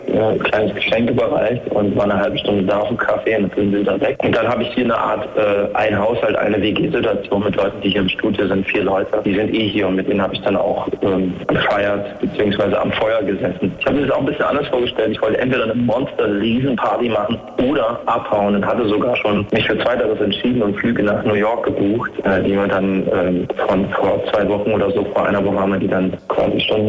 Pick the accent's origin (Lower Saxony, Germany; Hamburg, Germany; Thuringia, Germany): Thuringia, Germany; Erfurt; bleibe ich denn jetzt in meiner Heimatstadt Erfurt, gehe ich nochmal raus